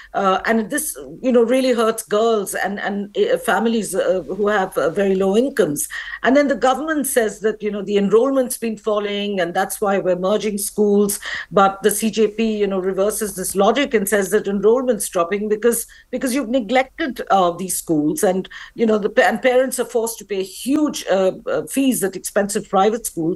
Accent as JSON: {"language": "English", "country": "India", "said": "as an Indian commentator"}